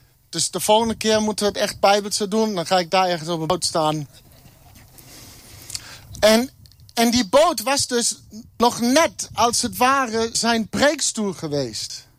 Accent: Germany; Dutch is a second language; moved away as an adult; now in Netherlands; Ik kom oorspronkelijk uit Duitsland, maar dat heb je waarschijnlijk al gehoord.

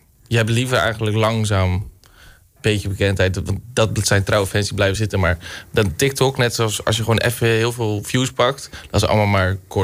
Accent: Middelharnis, South Holland, Netherlands; moved away as an adult; also born or lived in Dirksland; now in Rotterdam, Netherlands; Mijn wiegje heeft gestaan, ik ben geboren in Middelharnis en opgegroeid. Eigenlijk pas 2 jaar geleden ben ik hier gaan wonen in Dirksland. En nu word ik net 5 maanden op mezelf in Rotterdam.

